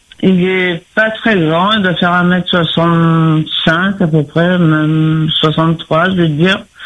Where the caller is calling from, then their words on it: Saint-Denis, Réunion; J'habite au Butor, hein, Butor-Champfleury.